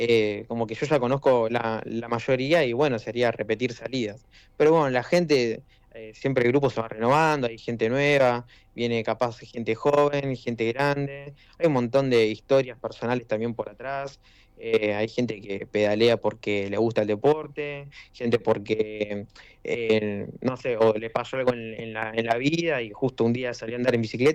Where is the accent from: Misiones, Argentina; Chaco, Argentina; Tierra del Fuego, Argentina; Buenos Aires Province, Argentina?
Buenos Aires Province, Argentina; City Bell; Yo soy de Citibel, arranqué a pedalear después por Citibel